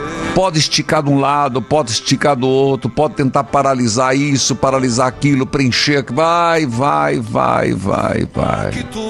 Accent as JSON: {"language": "Portuguese", "region": "Paraná", "country": "Brazil", "said": "meu abraço ao povo paranaense, sou paranaense com a graça de Deus."}